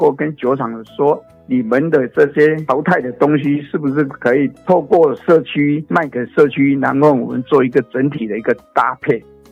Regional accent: Kinmen County, Taiwan; born or raised there

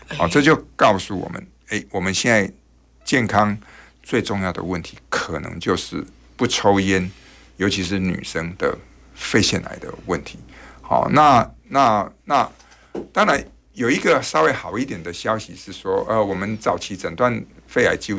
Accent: Taiwan

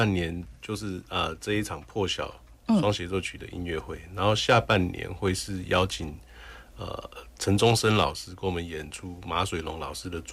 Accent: Yilan County, Taiwan; 我是宜兰人

